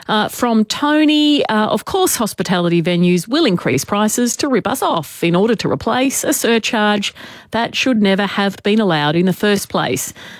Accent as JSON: {"language": "English", "region": "Queensland", "country": "Australia", "tie": "born or raised there", "moved": "yes"}